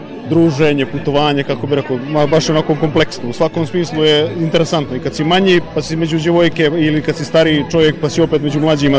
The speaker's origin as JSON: {"language": "Serbian", "town": "Bačka Topola", "region": "Vojvodina", "country": "Serbia", "said": "Mi se predstavljamo igrom iz Bačke, pošto svakako dolazimo iz Bačke Topole"}